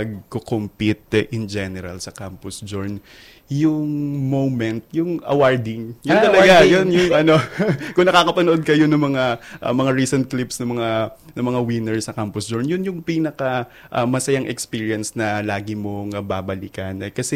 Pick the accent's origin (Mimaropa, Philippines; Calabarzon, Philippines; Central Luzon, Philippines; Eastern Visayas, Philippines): Central Luzon, Philippines; San Jose del Monte; ako ay from San Jose del Monte, Bulacan.